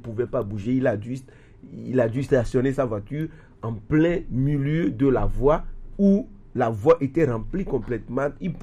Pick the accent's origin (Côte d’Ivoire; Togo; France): Togo